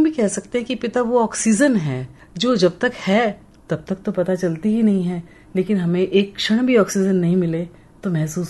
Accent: Sangaria, Rajasthan, India; born there; मैं संगरिया में पैदा हुई थी

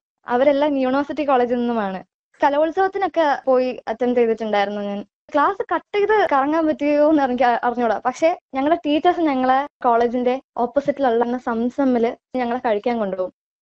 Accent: Tamil Nadu, India; Malayalam is a second language; ഞാൻ തമിഴ്നാട്ടിൽ നിന്നാണ് ഇവിടെ പഠിക്കാൻ വന്നത്.

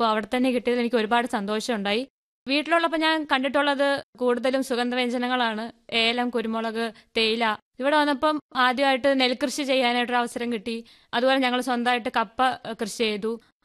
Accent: Idukki, Kerala, India; moved away as an adult; now in Vellayani, India; ഞാൻ ഇടുക്കി സ്വദേശിയാണ്.

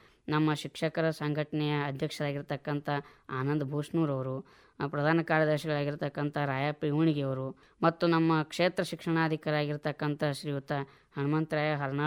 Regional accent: Vijayapura, Karnataka, India; ನಮ್ಮ ವಿಜಯಪುರ ಸ್ಮಾರಕಗಳ ನಗರಿ ಅಂತ ಹೇಳ್ಬೋದು.

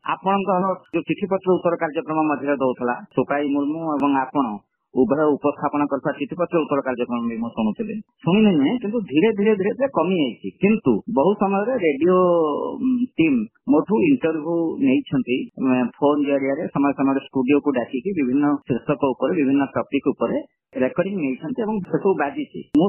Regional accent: Puri, Odisha, India; now in Keonjhar, India; ପିଲାଟି ବେଳୁ ଆମେ ତ ଆକାଶବାଣୀ କଟକ ଶୁଣି ଆସିଥିଲୁ, କାରଣ ମୋ ଘର ହେଉଛି ପୁରୀ, ଜନ୍ମଭୂମି ପୁରୀ, କର୍ମଭୂମି କେନ୍ଦୁଝର।

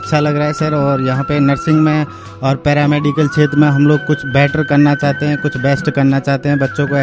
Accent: Jaipur, Rajasthan, India; moved away as an adult; now in Bihar, India; मैं जयपुर राजस्थान से हूँ

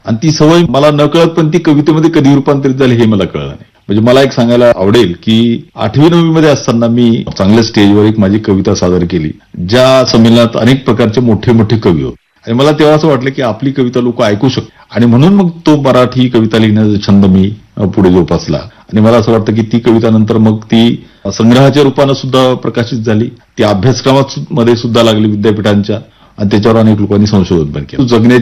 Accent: Maharashtra, India; मराठी भाषा ही मुळात माझी मातृभाषा असल्यामुळं त्या विषयीचं प्रेम. त्यानंतर मी ज्या शाळेत होतो, माझ्या गावच्या शाळेत

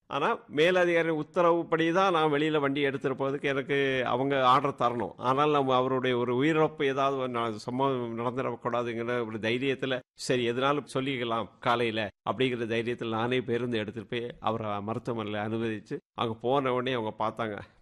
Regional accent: Marungur, Tamil Nadu, India; born there; நான் பிறந்த ஊர் வந்து மருங்கூர்.

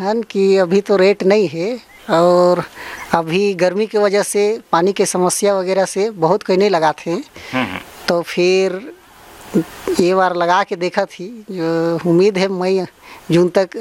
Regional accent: Surguja district, Chhattisgarh, India; मैं ग्राम पंचायत बटवाही के निवासी हूँ।

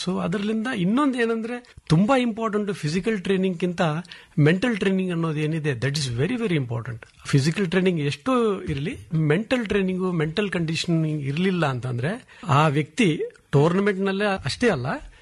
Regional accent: Hubballi, Karnataka, India; moved away as an adult; also born or lived in Dharwad; now in Bengaluru, India; ನನ್ನ ಊರು ಹುಬ್ಬಳ್ಳಿ, ವಿದ್ಯಾಭ್ಯಾಸ ಎಲ್ಲ ಆಗಿರೋದು ಹುಬ್ಬಳ್ಳಿಯಲ್ಲಿ

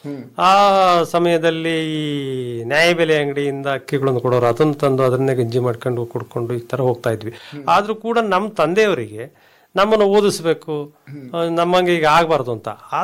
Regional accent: Karnataka, India; ನನ್ನ ಊರು ಕೊರಗಿ ಅಂತ ಸರ್, ಶಿವಮೊಗ್ಗ ತಾಲೂಕು ಹುಣಸಿ ಹೋಬಳಿ ಕೊರಗಿ ಗ್ರಾಮ ಚುರುಡಿ ಪೋಸ್ಟ್.

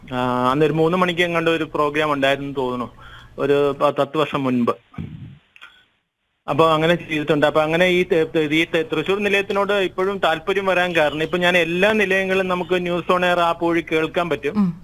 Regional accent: Thiruvananthapuram, Kerala, India; also born or lived in Thrissur; now in Poovar, India; കാരണം എന്റെ ചെറുപ്പകാലത്ത്, വളരെ കുട്ടിക്കാലത്ത്, ഈ തിരുവനന്തപുരത്ത് ഇരുന്ന് എന്നെ വാൽവ് റേഡിയോയിൽ തൃശ്ശൂർ നിലയം കേട്ടിട്ടുണ്ട്.

